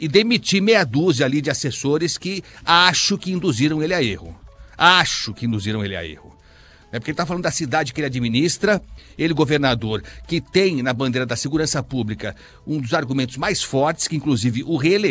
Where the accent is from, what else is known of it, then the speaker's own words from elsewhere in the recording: São Paulo, Brazil; eu estou falando aqui como paulistano